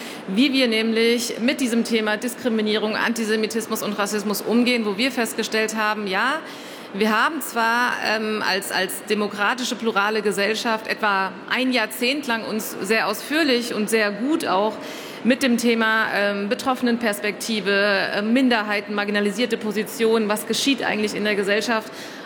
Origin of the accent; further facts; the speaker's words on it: Frankfurt, Hesse, Germany; ich bin eigentlich aus Frankfurt und meine Eltern und so weiter